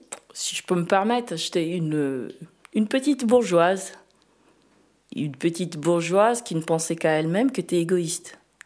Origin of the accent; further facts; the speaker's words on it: Niger; moved away as an adult; now in Montvel, France; Je suis, aujourd'hui, je suis, si je peux dire, française, mais d'origine nigérienne. Je suis arrivée en France en 2004 pour continuer et suivre mes études.